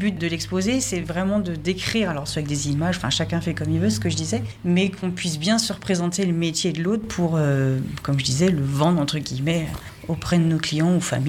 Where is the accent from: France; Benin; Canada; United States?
France; Hauts-de-France; On est assez chauvine. Hein. Moi, je suis native d'ici. On est parti de Largny-sur-Automne.